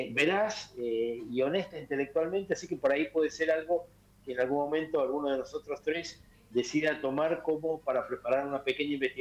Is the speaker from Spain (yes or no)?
no; Mendoza, Argentina; Me faltó la S final porque soy mendocino.